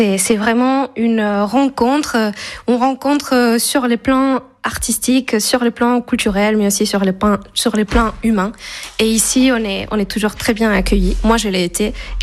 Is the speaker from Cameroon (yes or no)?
no; Valencia, Valencian Community, Spain; French is a second language; moved away as an adult; also born or lived in Switzerland; now in Pigna, France; Oui, j'ai un petit accent. Ça dépend de la journée, mais oui. En fait, moi, à la base, je viens de Valencia, en Espagne.